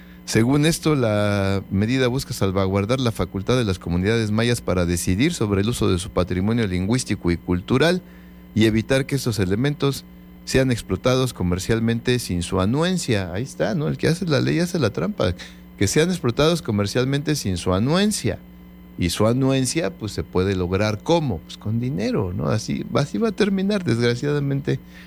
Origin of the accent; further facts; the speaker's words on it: Mexico; Ya no somos todos mexicanos